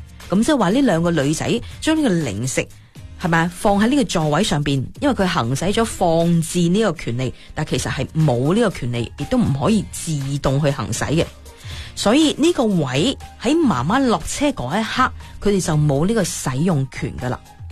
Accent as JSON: {"language": "Chinese", "region": "Guangdong", "country": "China", "accent": "Cantonese", "said": "我们广东话的啱定不啱啊，舒不舒服啊"}